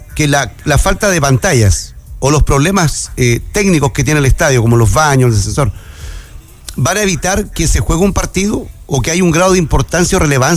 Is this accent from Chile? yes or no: yes; Antofagasta, Chile; Yo me pongo en una distancia como comunicador o como antofagastino